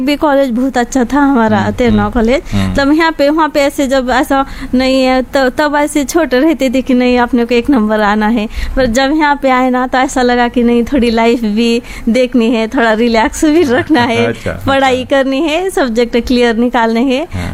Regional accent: Ujani, Maharashtra, India; moved away; हमारा गांव भी मतलब बहुत अच्छा है ऐसे।

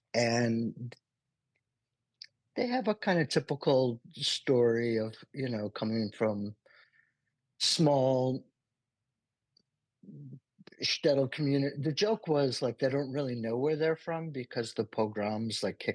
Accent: Creve Coeur, Missouri, United States; now in New York, United States; I'm from St. Louis, Missouri, and Preve Coeur, more specifically, which is going to come up, from a lower middle class Jewish suburban family.

